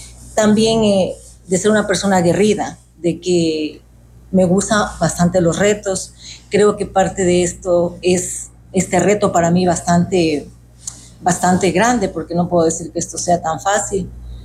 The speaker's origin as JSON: {"language": "Spanish", "town": "Quito", "region": "Pichincha", "country": "Ecuador", "tie": "born there", "moved": "yes", "lives_now": "Catamayo, Ecuador", "said": "nací en Quito, vivo aquí en Catamayo ya por más de 30 años."}